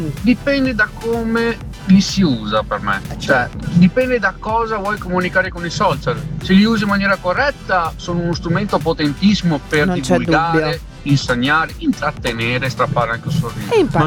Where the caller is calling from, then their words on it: Padua, Veneto, Italy; da Padova.